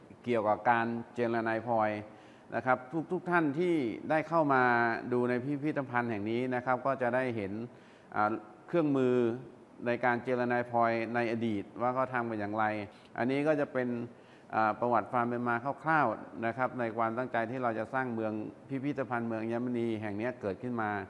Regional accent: Bo Rai district, Trat, Thailand

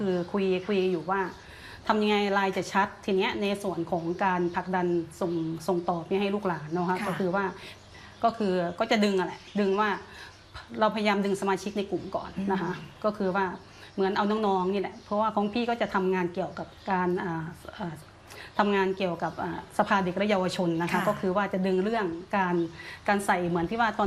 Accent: Sisaket, Thailand; เราเป็นคนศรีสะเกษ

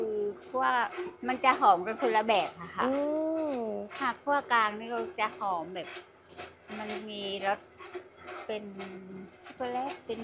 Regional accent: Surat Thani, Thailand; now in Ranong, Thailand; เป็นคนสุราษฎร

